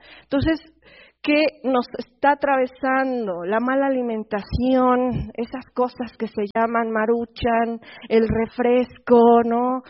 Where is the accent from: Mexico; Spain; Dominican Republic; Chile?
Mexico; Morelos; porque yo soy de Morelos, mi comunidad, mi casa está en medio equidistante entre el volcán y la termoeléctrica.